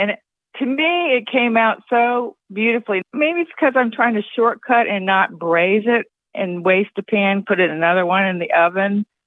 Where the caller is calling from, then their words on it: Charlottesville, Virginia, United States; Charlottesville, Virginia.